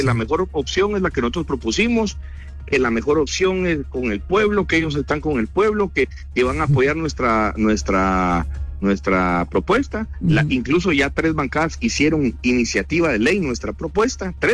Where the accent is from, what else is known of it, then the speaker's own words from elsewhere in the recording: Guatemala; todo lo que todos los guatemaltecos consumen, lo consumo yo, no compro cosas extraordinarias, soy un guatemalteco común y corriente.